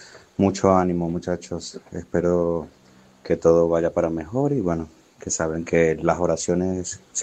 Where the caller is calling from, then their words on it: Venezuela; Yo soy venezolano